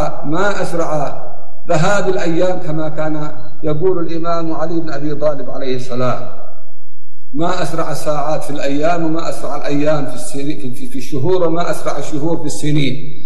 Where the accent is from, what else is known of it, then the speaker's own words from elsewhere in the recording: Yemen; عندنا في اليمن